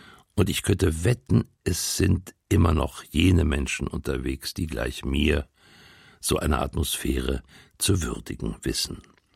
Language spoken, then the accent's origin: German; Jena, Thuringia, Germany; Vor einiger Zeit war ich wieder mal auf dem Marktplatz meiner Heimatstadt Jena.